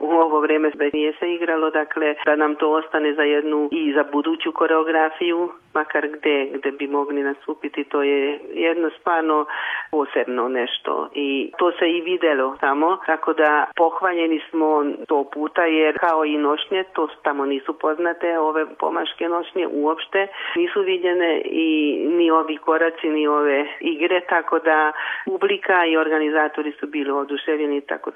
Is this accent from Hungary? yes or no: yes; Hungary; jedino mi smo bili iz Mađarske, dakle nije bila van zemlje nikakva grupa, jedino mi smo bili pozvani